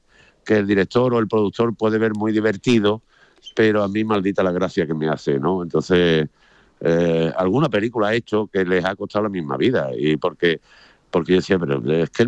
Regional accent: Andalusia, Spain; accent: Andalusian; moved away as an adult; also born or lived in Madrid; porque soy andaluz

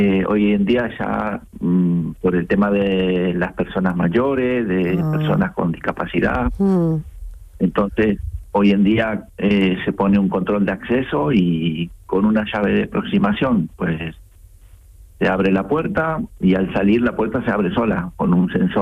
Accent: Argentina; now in Spain; Bueno, no, yo vivo aquí en España hace unos 26, casi 27 años.

